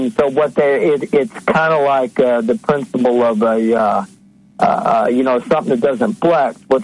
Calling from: Tennessee, United States; from Tennessee.

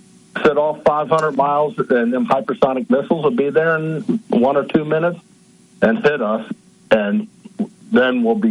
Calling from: Kentucky, United States; … from Kentucky.

